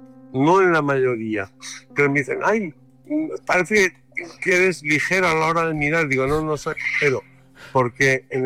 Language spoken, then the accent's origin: Spanish; Alcalá de Henares, Community of Madrid, Spain; now in Madrid, Spain; soy de Alcalá, soy de la diócesis Madrid-Alcalá.